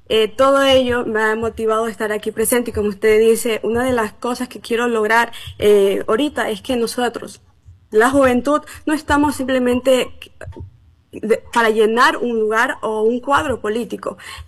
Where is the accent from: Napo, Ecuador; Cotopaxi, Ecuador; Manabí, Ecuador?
Manabí, Ecuador; Zapallo; Yo soy de Zapallo. Crecí en Zapallo toda mi vida, básicamente.